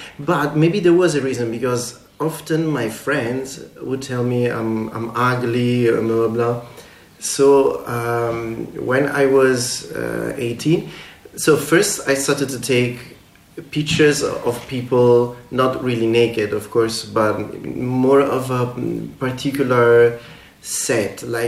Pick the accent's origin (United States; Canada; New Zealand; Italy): Italy; Naples, Campania; English is a second language; it's a very common word in Neapel. I come from Naples, Neapel. And we often use the word bordello to indicate confusion.